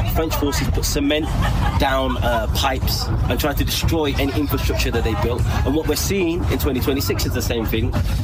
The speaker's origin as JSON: {"language": "English", "country": "United Kingdom", "said": "And me as a British citizen, I had no idea that there was, number one, a British base in Kenya."}